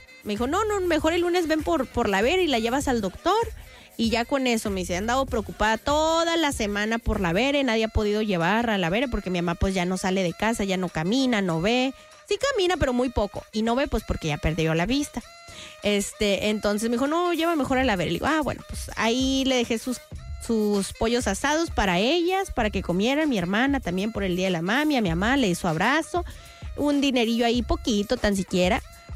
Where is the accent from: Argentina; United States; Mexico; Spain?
Mexico; Tijuana, Baja California; De mi casa de donde crecí, en Otay.